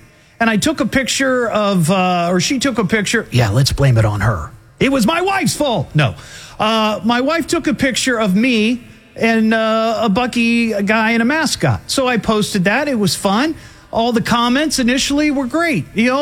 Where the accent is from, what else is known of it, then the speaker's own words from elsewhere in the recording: Beavercreek, Ohio, United States; the Beavers Mini Mart in Beaver Creek, my hometown right there. Corner of Haynes and Lance Road, spent many a quarter playing their Pac-Man machine when I was a youngster.